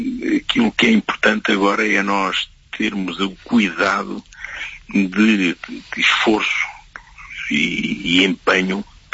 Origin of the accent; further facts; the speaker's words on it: Portugal; somos portugueses